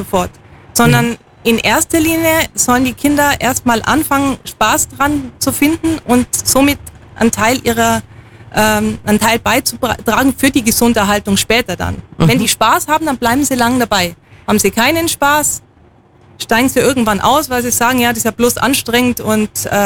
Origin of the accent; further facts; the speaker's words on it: Bavaria, Germany; komme ich aus dem Fichtelgebirge. Das ist nördlich von Bayreuth, also eigentlich in Nordbayern. Und ich bin eben damals in der Skischule groß geworden, also von Kindesbeinen an schon mit Sport in Kontakt gekommen.